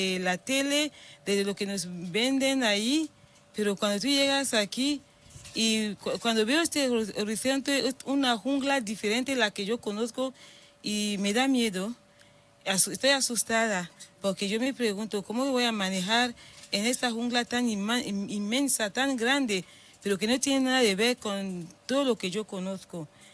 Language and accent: Spanish; Cameroon; moved away as an adult; now in Spain; en Camerún siempre se lo cuento a mis amigas que están aquí, que vivimos en comunidad